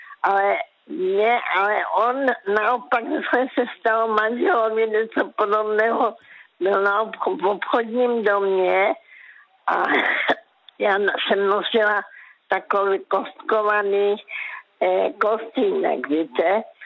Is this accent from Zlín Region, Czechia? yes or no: yes; Karolinka, Zlín Region, Czechia